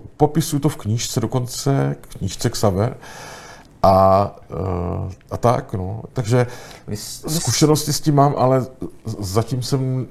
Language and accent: Czech; Tišnov, South Moravian Region, Czechia; born there